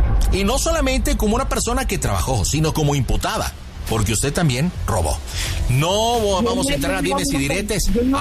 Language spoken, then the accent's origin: Spanish; Monterrey, Nuevo León, Mexico; soy una persona nacida en Nuevo León, soy regia, soy fuerte, soy contundente.